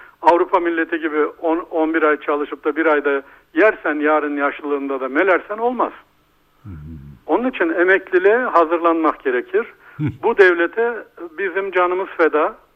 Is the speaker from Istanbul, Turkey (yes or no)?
no; Kayseri, Turkey; now in Ankara, Turkey; Hani çekirdekten esnafız ya abi, Kayserliyiz ya.